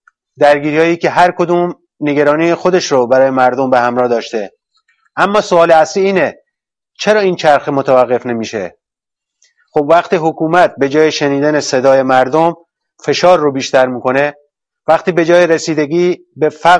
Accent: Sistan and Baluchestan, Iran; moved away; من خودم بلوچم، اهل همین سرزمینم

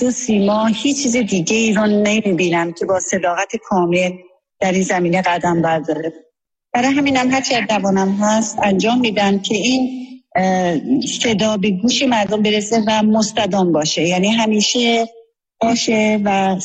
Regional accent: Iran; من به عنوان یک ایرانی، به عنوان یک انسانی که طرفدار آزادی هستم،

